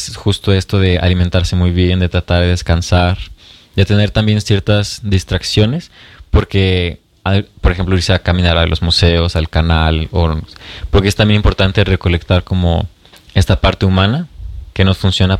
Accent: Mexico; este apapacho que nosotros tenemos mucho como mexicanos. Por supuesto, la familia se extraña muchísimo.

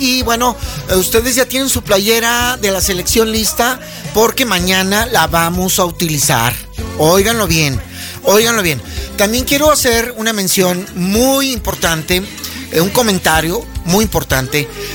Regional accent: Mexico; Hemos demostrado cosas muy bonitas como pueblo mexicano.

